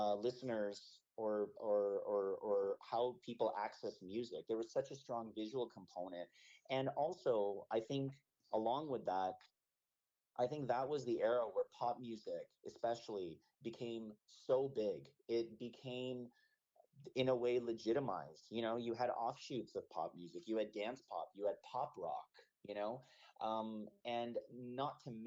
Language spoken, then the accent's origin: English; Vancouver, British Columbia, Canada; now in Toronto, Canada; I've been out here in Toronto for quite a few years now, but Vancouver's my hometown, you know? So wow. I'm originally from the West Coast.